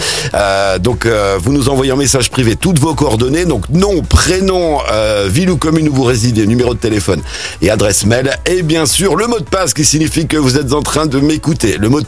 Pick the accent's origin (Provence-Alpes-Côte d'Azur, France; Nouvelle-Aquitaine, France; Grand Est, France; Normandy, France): Normandy, France; Montebourg; Je suis né et j'ai grandi à Montebourg